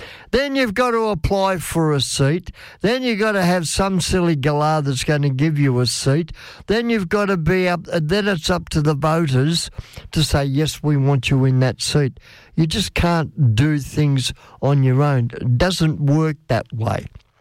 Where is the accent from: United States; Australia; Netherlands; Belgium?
Australia; We are Australian. Yes, we are.